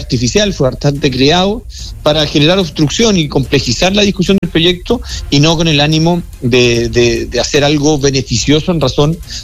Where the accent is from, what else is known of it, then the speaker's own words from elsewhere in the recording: Maule, Chile; Yo soy del Maule, conozco Empedrado